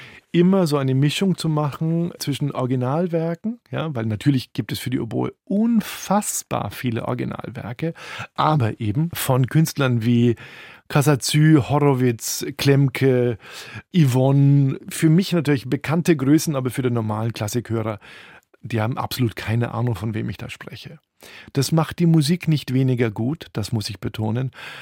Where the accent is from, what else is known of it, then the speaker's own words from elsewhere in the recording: Southern Germany, Germany; Ich bin ja aus dem Süden Deutschlands